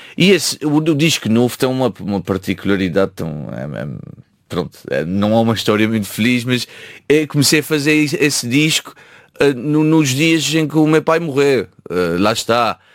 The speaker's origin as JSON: {"language": "Portuguese", "region": "Azores", "country": "Portugal", "said": "O temor a Deus que existe muito na minha terra..."}